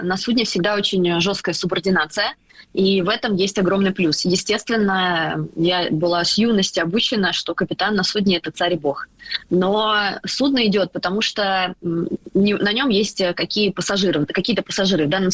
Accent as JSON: {"language": "Russian", "region": "Moscow", "country": "Russia", "said": "Я из Москвы."}